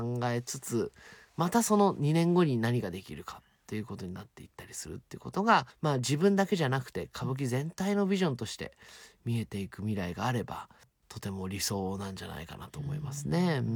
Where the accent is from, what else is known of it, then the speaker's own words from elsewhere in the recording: Tokyo, Japan; 私は東京まで東京育ちですけれど、やはり父まで関西に生まれ